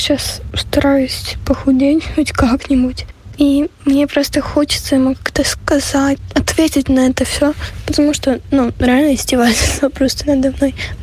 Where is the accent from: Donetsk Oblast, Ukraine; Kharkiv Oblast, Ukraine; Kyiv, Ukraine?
Kyiv, Ukraine; Привет, я из Киева